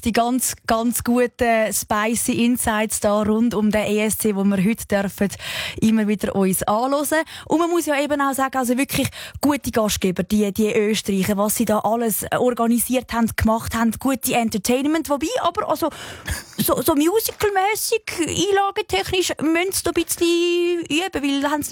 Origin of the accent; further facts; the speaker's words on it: Switzerland; wir als Schweizer